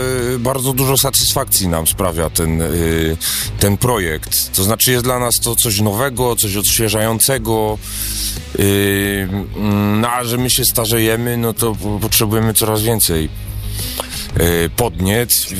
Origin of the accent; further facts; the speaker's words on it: Silesian Voivodeship, Poland